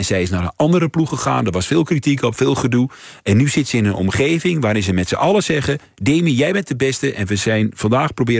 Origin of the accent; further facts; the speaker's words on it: Overijssel, Netherlands; Maar ik ben altijd, ik kom uit Twente.